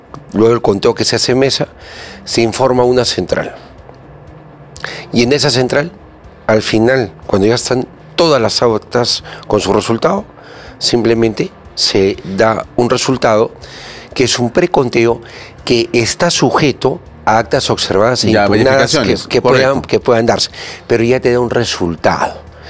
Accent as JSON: {"language": "Spanish", "country": "Peru", "said": "me refiero en general como peruanos"}